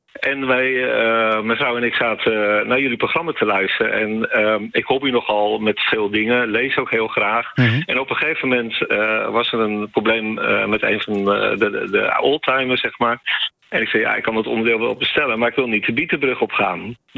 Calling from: Gouda, South Holland, Netherlands; We komen van oorsprong uit Gouda.

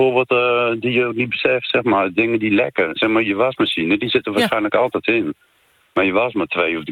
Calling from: Utrecht, Netherlands; ik kom uit Utrecht.

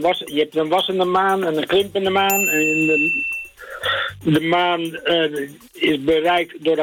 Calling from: Oude Wetering, South Holland, Netherlands; Ik bel uit Oude Wetering.

